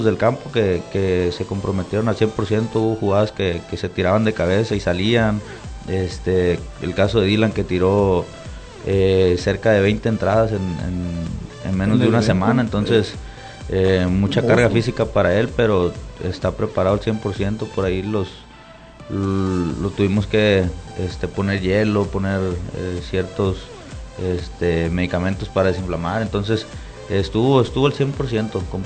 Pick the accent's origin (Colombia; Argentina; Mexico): Mexico; Peñas; also born or lived in Tuxpan; Somos de Peñas.